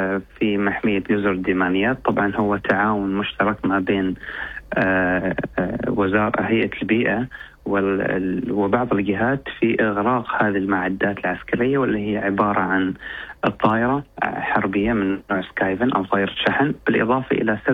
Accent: Oman; عندنا في عمان

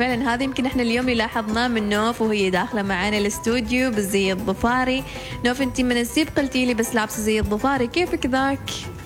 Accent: Oman; لكي دائما نفتخر ونفاخر كوننا عمانيين.

